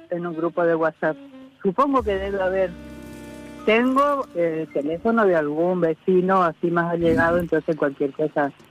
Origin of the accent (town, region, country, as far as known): Corrientes, Argentina